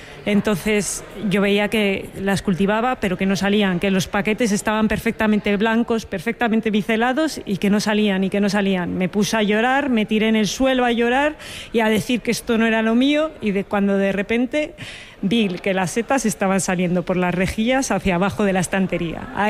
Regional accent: Valladolid, Castile and León, Spain; now in Becerril del Carpio, Spain; de Cofungi y cultivo setas ecológicas de manera sostenible. Vivo actualmente en Becerril del Carpio, aunque soy una chica de ciudad de Valladolid

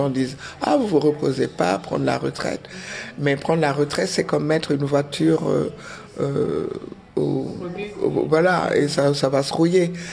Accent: Senegal; also born or lived in Benin; Je suis née au Bénin et j'ai grandi au Sénégal.

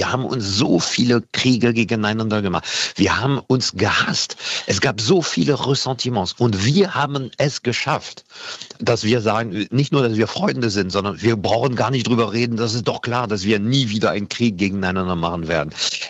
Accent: Paris, Île-de-France, France; German is a second language; moved away as an adult; now in Germany; Ich bin eigentlich Franzose, in Paris geboren, in Paris aufgewachsen, mit einer besonderen Geschichte, nämlich meine Großmutter war Auschwitz-Überlebende. Mit dieser Geschichte bin ich nach Deutschland gekommen

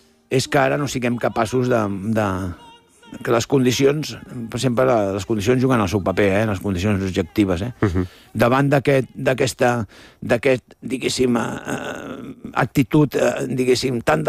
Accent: Barcelona, Catalonia, Spain; born there; jo que sóc nascut a Hostafrancs

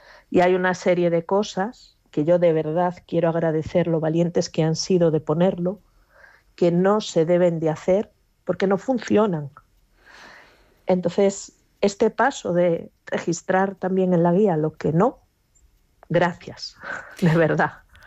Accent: Galicia, Spain; En Galicia, de donde yo soy, la atención de los pacientes ha dependido mucho de la persona que tuvieras enfrente.

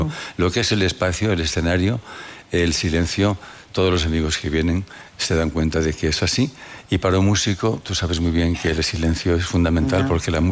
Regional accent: Castile and León, Spain; now in Madrid, Spain; camino de mi pueblo, de Dehesas

